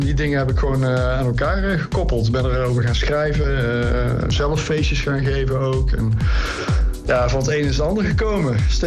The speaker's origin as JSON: {"language": "Dutch", "town": "Tilburg", "region": "North Brabant", "country": "Netherlands", "said": "de Cadans, de club van Tilburg, waar ik vandaan kom destijds."}